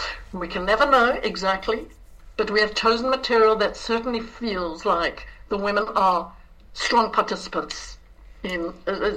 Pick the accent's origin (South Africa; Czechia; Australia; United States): South Africa; I'm South African Irish.